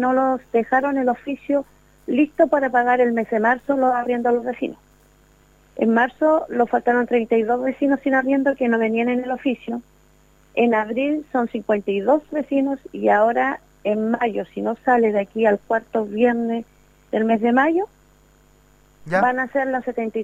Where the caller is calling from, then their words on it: Coronel, Biobío, Chile; Lo que pasa es que nosotros somos de Paso Seco 5, las últimas casas demolidas por mala constructividad aquí en Coronel.